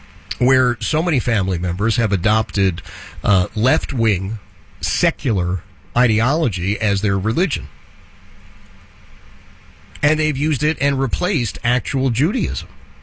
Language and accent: English; Philadelphia, Pennsylvania, United States; Philadelphia, my hometown.